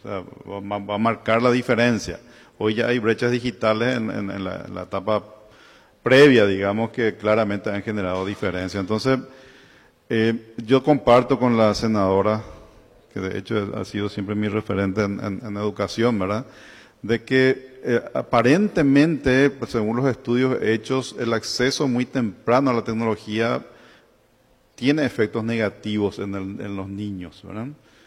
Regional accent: Paraguay; now in Asunción, Paraguay; mi pueblo allá en Buyapeí

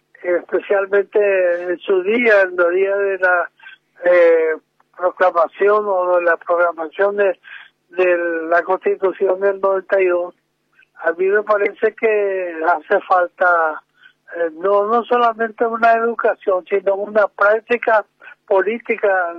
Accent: Paraguay

